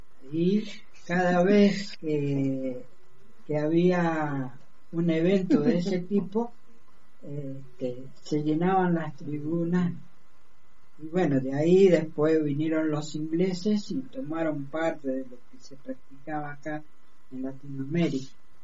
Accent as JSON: {"language": "Spanish", "country": "Argentina", "also_born_or_lived": "Brazil", "said": "No, yo soy argentino."}